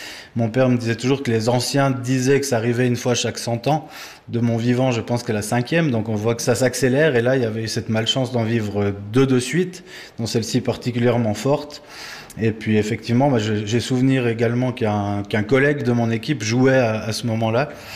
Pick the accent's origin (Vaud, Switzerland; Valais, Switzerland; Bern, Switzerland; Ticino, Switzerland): Valais, Switzerland; Chamoson; moved away; je suis originaire de Chamozon, je n'y vis plus